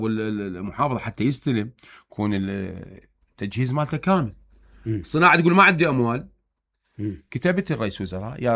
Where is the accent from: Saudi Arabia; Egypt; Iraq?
Iraq; Hillah, Babylon Governorate; أقول لك هسه أنا بعد يومين هم طالع بالشارع أنا ابن الحلة.